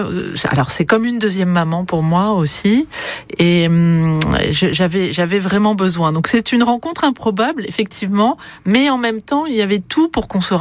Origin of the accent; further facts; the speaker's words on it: Sarlat, Nouvelle-Aquitaine, France; also born or lived in Beynac; nous habitions en face du château des Milandes avec mes parents, à Beznac, un petit village, et je suis née à Sarlat.